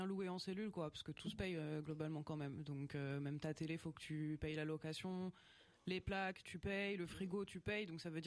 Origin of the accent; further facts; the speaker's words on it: Roubaix, Hauts-de-France, France; parce que ma famille est restée dans le Nord, Hauts-de-France. Je suis de Roubaix